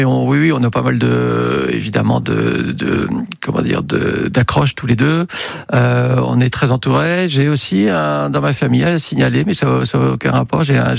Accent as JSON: {"language": "French", "town": "Lille", "region": "Hauts-de-France", "country": "France", "tie": "born or raised there", "accent": "ch'ti", "said": "je suis originaire de Lille, un ch'ti. Voilà, il est dans une famille, on habite à côté de Lille"}